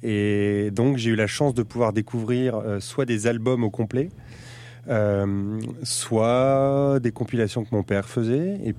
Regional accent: Metz, Grand Est, France; also born or lived in Soissons / Saint-Quentin; Dans le nord de la France. Et ensuite, j'ai bougé à Metz. Et c'est là où j'ai fait mon enfance et mon adolescence.

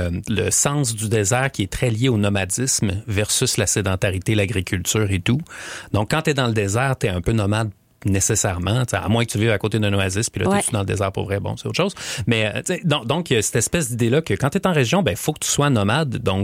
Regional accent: Quebec, Canada; moved away; Moi, je viens de la banlieue de Québec. En fait, tu sais, on parlait de national, là, donc au niveau des circonscriptions fédérales, c'est la Haute-Saint-Charles.

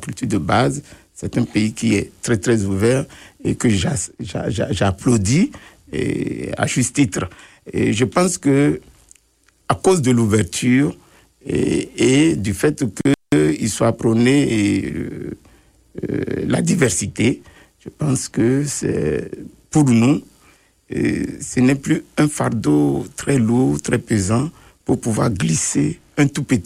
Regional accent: Togo; now in Winnipeg, Canada; en tant que Togolais.

